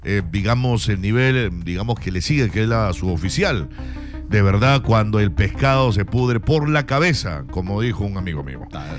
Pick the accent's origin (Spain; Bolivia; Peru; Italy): Peru